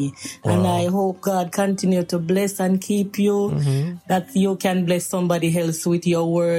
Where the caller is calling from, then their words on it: Chapelton, Clarendon, Jamaica; I'm from Jamaica.